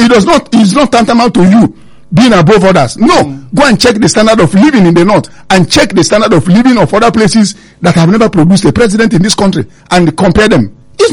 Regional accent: Nigeria; I'm a Nigerian.

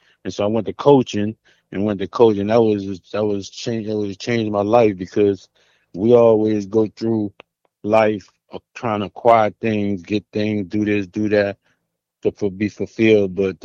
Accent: New Orleans, Louisiana, United States; So I'm from the Ninth Ward. I'm a native from the Desire area. Grew up in the Desire, went to Moton, went to Dunn, went to Carver Middle, went to Carver Senior

